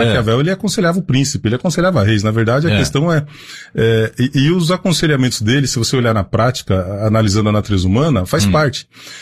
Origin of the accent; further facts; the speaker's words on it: Sorocaba, São Paulo, Brazil; Eu sou da Zona Norte, ali no Jardim Novo Horizonte. Mas eu não sou um cara bairrista.